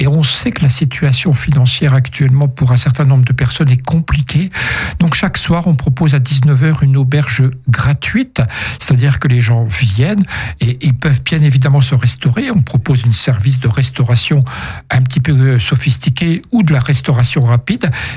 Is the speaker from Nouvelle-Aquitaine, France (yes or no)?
no; Luxeuil-les-Bains, Bourgogne-Franche-Comté, France; moved away as an adult; je suis né à Luxeuil-les-Bains, hein, c'est ma ville d'origine, c'est la ville où j'ai passé mes 20 premières années